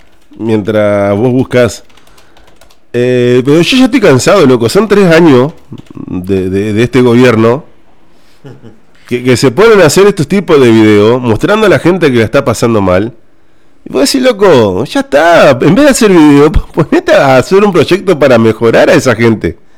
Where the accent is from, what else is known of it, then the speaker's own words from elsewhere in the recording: Argentina; yo soy también de Argentina